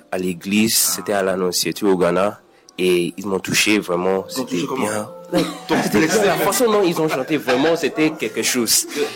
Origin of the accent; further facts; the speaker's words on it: Nigeria; je suis Nigérian